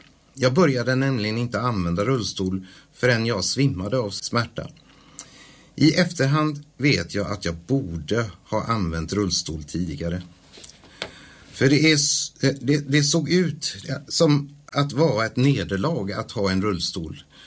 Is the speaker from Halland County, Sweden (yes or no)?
yes; Varberg, Halland County, Sweden; also born or lived in Hisingen, Gothenburg; now in Falköping, Sweden; Som ni hör så kommer jag inte från Falköping. Jag föddes på Hisingen men växte upp i Daxås i Varbergs kommun. Jag hade en bokskog och en damm som lekplats.